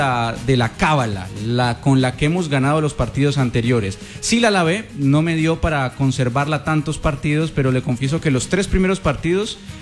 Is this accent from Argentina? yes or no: no; Colombia; que todos somos hermanos, que todos somos colombianos